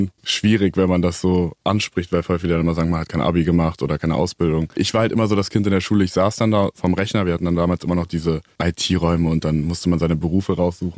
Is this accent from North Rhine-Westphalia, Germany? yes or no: no; Melsungen, Hesse, Germany; In Kassel, also Nähe Kassel, Melsungen heißt das.